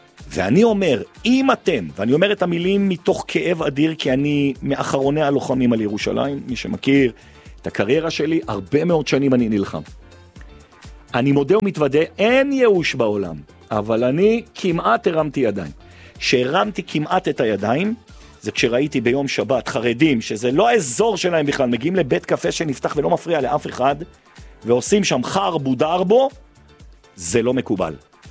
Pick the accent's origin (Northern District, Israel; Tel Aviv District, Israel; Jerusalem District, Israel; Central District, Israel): Jerusalem District, Israel; Jerusalem; אני ירושלמי באמונה מלאה בבורא עולם.